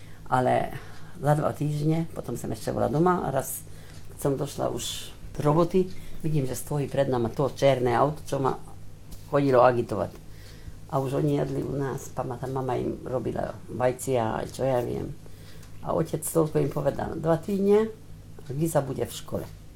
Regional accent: Tótkomlós, Békés, Hungary; chodili po Bekieskej Čabe, v Tótku Mlóši, odkiaľ sme boli. Však najmä z Dolnej zemi, potom bol z Kestúca. My sme boli z Mlinkov

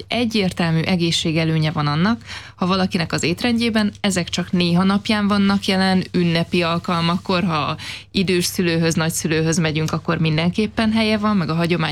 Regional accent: Great Hungarian Plain, Hungary; én is alföldi vagyok, tehát ismerem ennek a kultúráját

